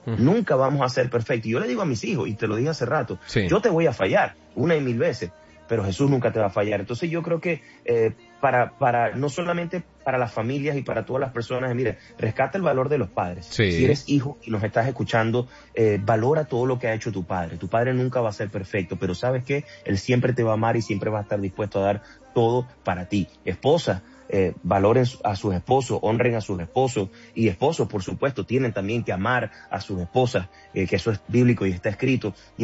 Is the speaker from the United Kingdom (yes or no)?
no; Venezuela; Yo soy venezolano, así que yo más que nadie entiende situaciones políticas